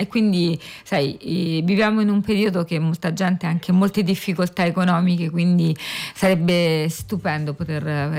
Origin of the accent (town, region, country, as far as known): Rome, Lazio, Italy